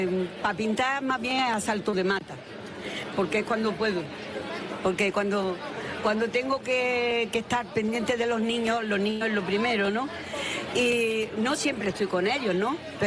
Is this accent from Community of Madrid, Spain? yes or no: no; Órgiva, Andalusia, Spain; also born or lived in Germany; Mi tierra y la luz, que yo necesitaba la luz, que si no me iba a morir allí.